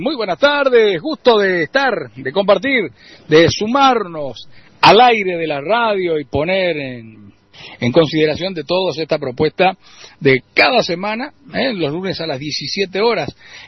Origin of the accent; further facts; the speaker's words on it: Chaco, Argentina; Antes se nos conocía así, ¿de dónde sos vos? Te ibas a Buenos Aires, del Chaco.